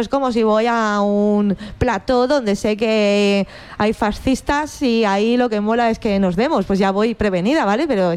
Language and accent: Spanish; Valencian Community, Spain